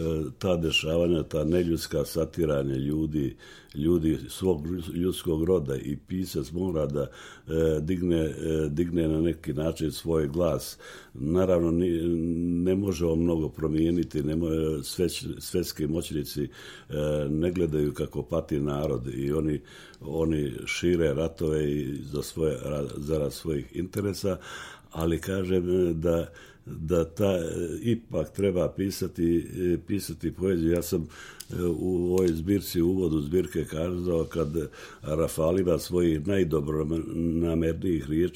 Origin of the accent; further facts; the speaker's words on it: Vrbica, Montenegro; me zanima život u Beranama, u mom rodnom kraju Vrbici, Petnici i u Crnoj Gori prije svega